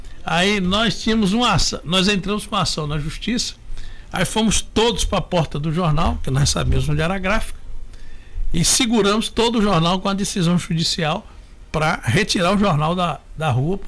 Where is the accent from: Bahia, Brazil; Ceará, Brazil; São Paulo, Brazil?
Bahia, Brazil; born there; eu sou de Taboão, né? Eu me lembro... Eu nasci aqui, né?